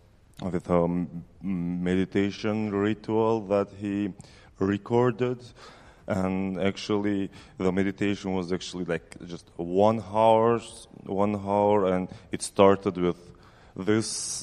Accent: Prizren, Prizren District, Kosovo; hello, I'm from Prizren.

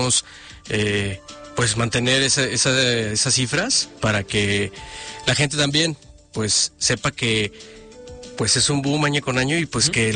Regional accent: Mexico; algo que nos representa como mexicanos es tener este toque de humor en estas fechas

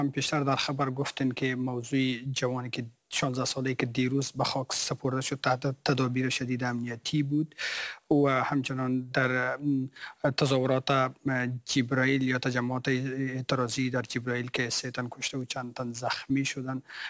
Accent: Herat, Afghanistan; خودم شخصا که در هرات بزرگ شدم، من از هرات هستم،

